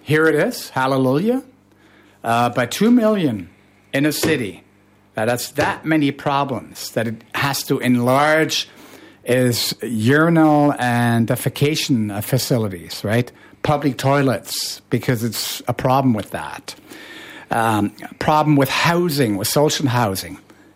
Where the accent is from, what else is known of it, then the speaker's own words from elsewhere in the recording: Toronto, Ontario, Canada; now in Germany; No, I'm from Toronto, but I know Frankfurt well.